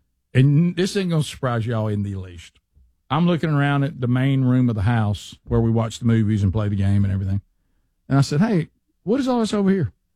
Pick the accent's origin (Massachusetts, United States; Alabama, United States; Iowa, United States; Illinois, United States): Alabama, United States; we're from Alabama.